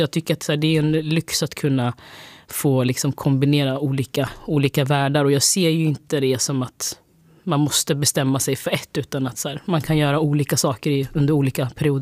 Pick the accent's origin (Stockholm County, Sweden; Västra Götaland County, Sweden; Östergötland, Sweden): Östergötland, Sweden; Linköping; Jag är ju från Linköping och liksom den här.